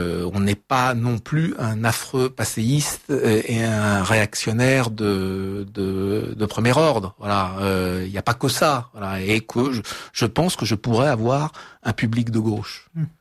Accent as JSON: {"language": "French", "region": "Centre-Val de Loire", "country": "France", "tie": "born there", "said": "Vous voyez, moi, mes départements de prédilection, je suis né dans le Cher, mais c'est l'Indre, la Nièvre."}